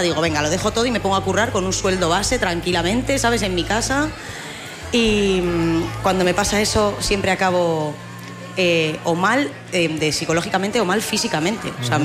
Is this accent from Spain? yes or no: yes; Bilbao, Basque Country, Spain; yo soy de Bilbao, adoro mi país vasco